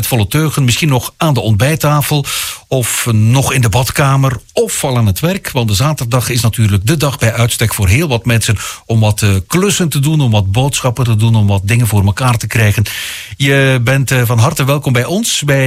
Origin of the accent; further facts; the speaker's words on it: Flanders, Belgium; We zitten in het tweede weekend van deze rozenmaand, zoals juni vaak ook omschreven wordt bij ons in Vlaanderen.